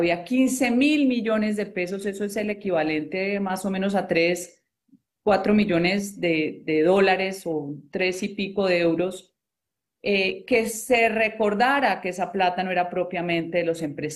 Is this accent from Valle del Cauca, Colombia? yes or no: yes; Cali, Valle del Cauca, Colombia; el suroccidente colombiano, de donde soy yo y mi familia, en Cali